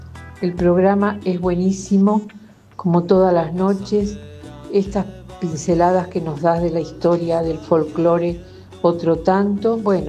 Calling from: Buenos Aires, Argentina; de Coghlan

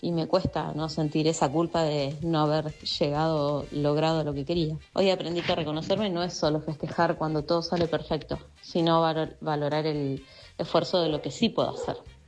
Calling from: Munro, Buenos Aires Province, Argentina; Hola a todos … de Munro.

